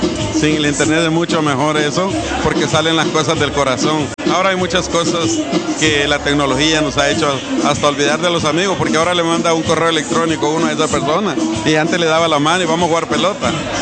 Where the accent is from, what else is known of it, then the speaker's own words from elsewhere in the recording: El Salvador; como nosotros salimos de aquí de El Salvador por medio de la guerra